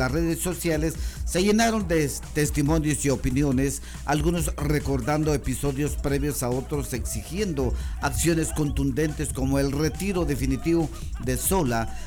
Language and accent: Spanish; Guatemala; nos pone a nosotros como guatemaltecos